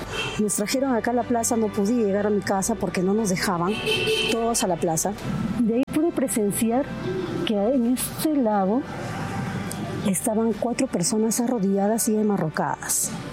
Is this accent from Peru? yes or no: yes; Huasahuasi, Junín, Peru; born there; Nací el año 76. Nací aquí en Guasaguasi, un 6 de marzo.